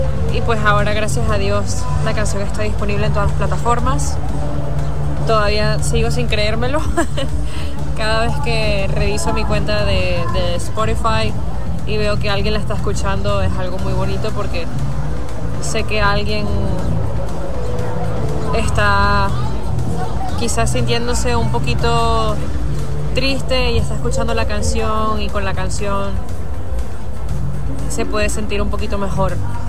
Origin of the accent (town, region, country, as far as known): Venezuela; moved away